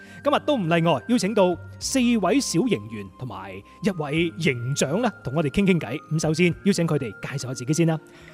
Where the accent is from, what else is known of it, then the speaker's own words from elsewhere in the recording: Maoming, Guangdong, China; 我都系茂名人。